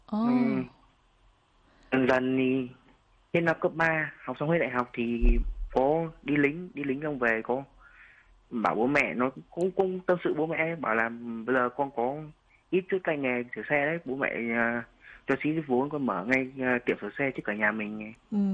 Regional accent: Phú Thọ, Vietnam; đến từ Phú Thọ.

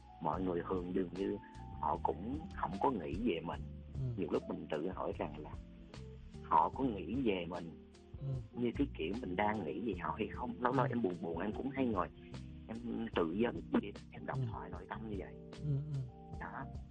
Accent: Southern Vietnam, Vietnam; tại vì em thích những cái giọng văn giống như của chị Nguyễn Ngọc Tư, cái kiểu văn Nam Bộ á, tại vì em người Nam cái kiểu vậy

